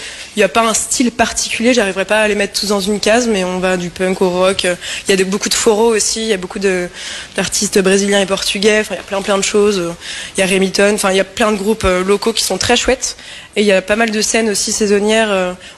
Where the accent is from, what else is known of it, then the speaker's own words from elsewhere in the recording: Saint-Nazaire, Pays de la Loire, France; Je suis originaire de Saint-Nazaire.